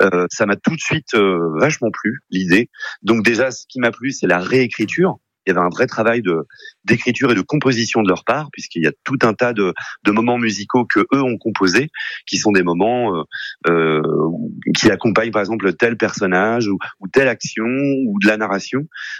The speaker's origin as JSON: {"language": "French", "country": "France", "said": "chez nous en France"}